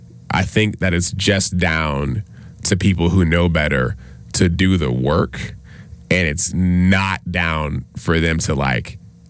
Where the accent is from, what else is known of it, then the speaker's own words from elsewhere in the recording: the South, United States; We're from the South.